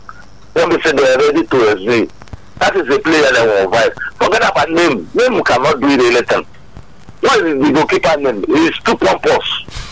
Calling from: Nigeria; I'm calling from Yamasaja.

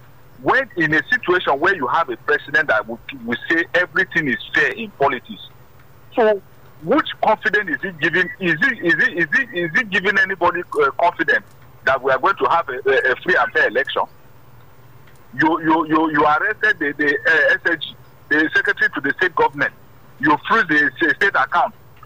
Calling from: Ikeja, Lagos, Nigeria; calling from Ikeja.

